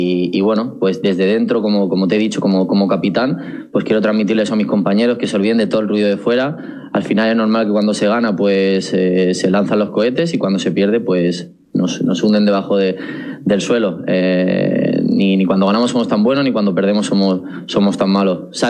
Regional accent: Catalonia, Spain; moved away as an adult; Sí, bueno, al final hasta los 18 viví allí, soy catalán, tengo mucha familia allí

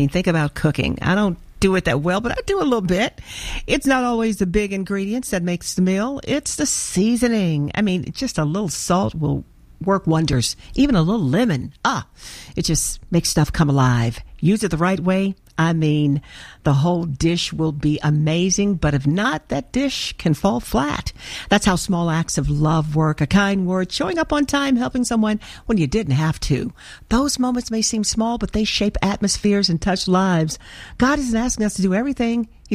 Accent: Arkansas, United States; born or raised there

